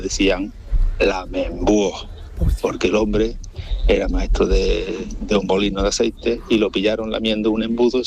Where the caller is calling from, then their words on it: Córdoba, Andalusia, Spain; de Córdoba. Pues mira, en mi pueblo, en Milla de Río, allí somos muy de motes.